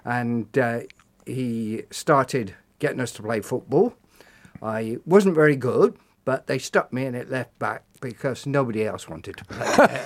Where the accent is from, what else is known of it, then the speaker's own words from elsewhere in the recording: Cheltenham, South West England, United Kingdom; I grew up in Cheltenham on a council estate on the outskirts there.